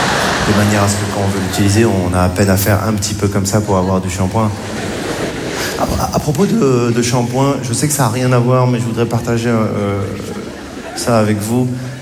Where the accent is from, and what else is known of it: Morocco